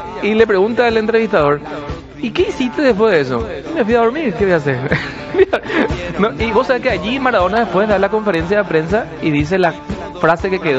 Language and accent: Spanish; Paraguay